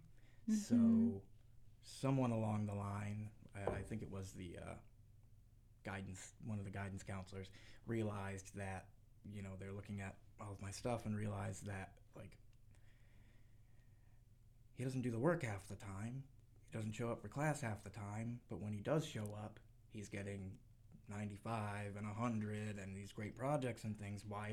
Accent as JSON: {"language": "English", "region": "New England", "country": "United States", "tie": "born or raised there", "also_born_or_lived": "Northampton, Massachusetts / Kansas / Virginia", "said": "I was born right here in New England, in Northampton, Massachusetts. But as a kid and a teenager, I was all around New England, and I lived in Kansas for a while, Virginia."}